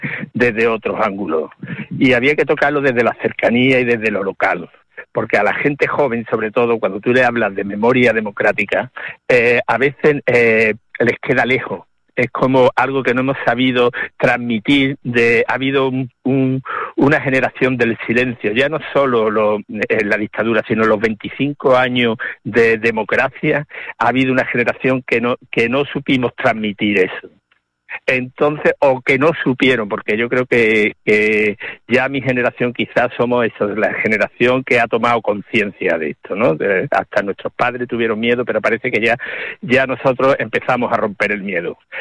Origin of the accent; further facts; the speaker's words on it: Alcalá de los Gazules, Andalusia, Spain; en mi pueblo, en Alcalá de los Cazules, que yo soy de allí, de Cádiz